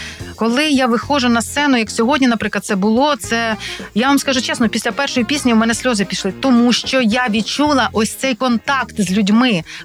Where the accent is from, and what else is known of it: Ternopil, Ternopil Oblast, Ukraine; born there